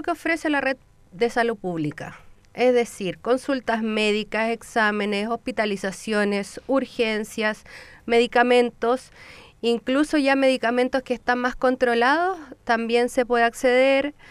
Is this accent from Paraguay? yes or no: no; Chile; nosotros como chilenos